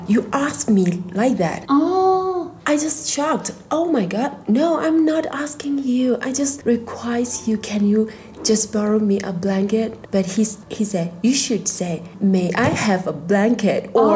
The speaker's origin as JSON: {"language": "English", "region": "Tibet", "country": "China", "tie": "born or raised there", "second_language": "English", "said": "So I feel like I'm kind of proud of my hometown culture background, and sometimes when I go abroad, I will bring some Tibetan specialties to give them gifts"}